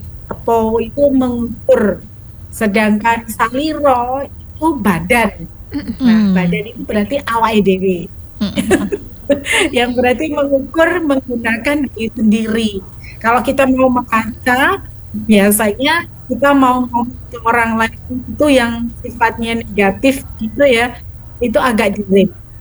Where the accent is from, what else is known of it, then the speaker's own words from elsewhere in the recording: Java, Indonesia; kalau kita lidahnya orang Jawa